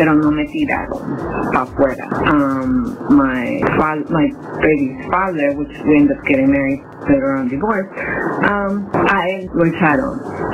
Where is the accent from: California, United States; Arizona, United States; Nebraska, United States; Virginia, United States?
California, United States; Long Beach; I'm from Long Beach. I was a teen mom at 17.